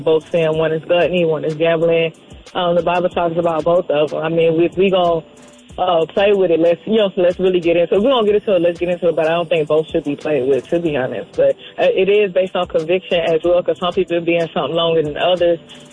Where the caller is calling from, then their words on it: Atlanta, Georgia, United States; I'm calling from Atlanta, Georgia.